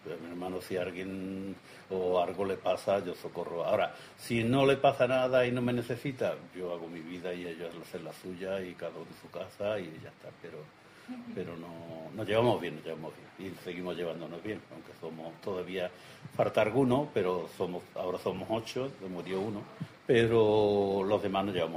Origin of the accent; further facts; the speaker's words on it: Écija, Andalusia, Spain; born there; moved away; also born or lived in Catalonia; Yo nací en la calle Arcaza número 5, en el Picaero, en Écija, en el 54. Y bueno, y tengo 71 años, que es recién cumplido.